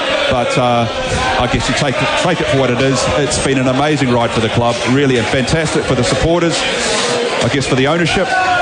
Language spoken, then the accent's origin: English; New Zealand; So as a Kiwi playing football, trying to get my football overseas at Hull City or in Ireland or even in Australia, it was so nice to be able to live that dream at home.